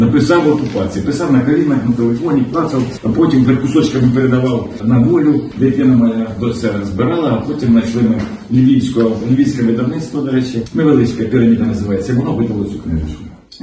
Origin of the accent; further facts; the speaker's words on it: Kherson Oblast, Ukraine; я сам з Херсонщини, наша земля ніби тоді не, до війни не мала ніякого відношення